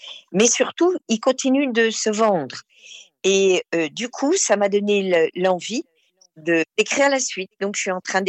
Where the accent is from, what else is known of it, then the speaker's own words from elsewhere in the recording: Lyon, Auvergne-Rhône-Alpes, France; moi je suis lyonnaise, comme Thierry Frémaux.